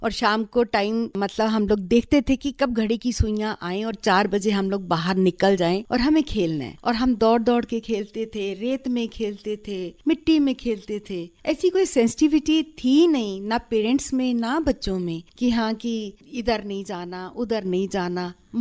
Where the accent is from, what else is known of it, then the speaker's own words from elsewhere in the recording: Dharamshala, Himachal Pradesh, India; मैं धर्मशाला की ही निवासी हूँ। मैं यहाँ बड़ोल में रहती हूँ और मैं एक रिटायर्ड अध्यापिका हूँ।